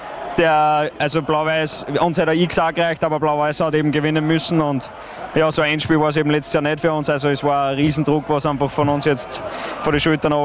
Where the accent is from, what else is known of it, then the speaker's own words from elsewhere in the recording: Upper Austria, Austria; ich als Oberösterreicher bin da daheim